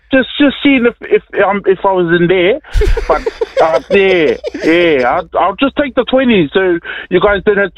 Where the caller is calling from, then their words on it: Auckland, New Zealand; I'm calling from Manurewa.